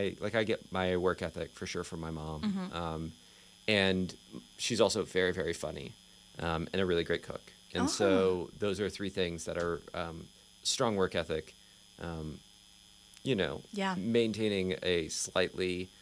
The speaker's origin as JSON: {"language": "English", "town": "Lexington", "country": "United States", "tie": "born or raised there", "said": "I grew up here in Lexington, and I've built a lot of my personal identity around trying to contribute back to this place. And I'm approaching 40."}